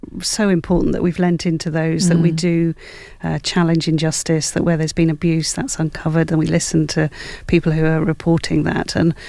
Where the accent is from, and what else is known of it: Wales, United Kingdom